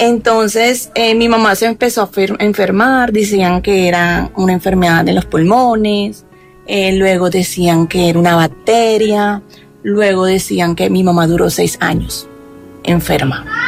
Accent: Barranquilla, Atlántico, Colombia; yo desde pequeña, yo soy de Barranquilla.

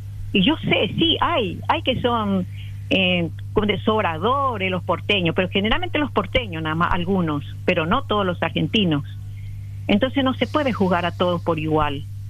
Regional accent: Paraguay; Y que nosotros como paraguayos, como tan orgullosos, decimos somos de la raza guaraní, defendamos un poco más nuestra tierra

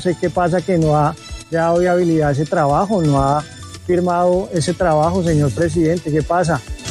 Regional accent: Colombia; somos pueblo, somos personas, somos colombianos.

